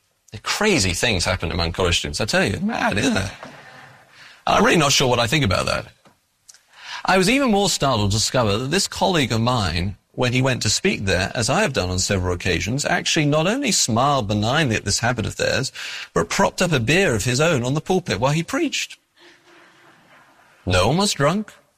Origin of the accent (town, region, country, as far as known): England, United Kingdom